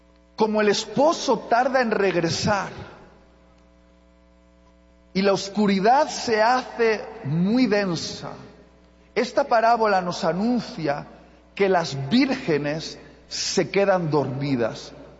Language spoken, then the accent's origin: Spanish; Spain; Os lo pido como español